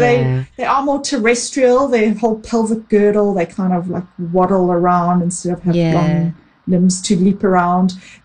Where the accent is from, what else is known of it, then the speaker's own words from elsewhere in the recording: KwaZulu-Natal, South Africa; my hometown in the Southern Drakensberg Mountains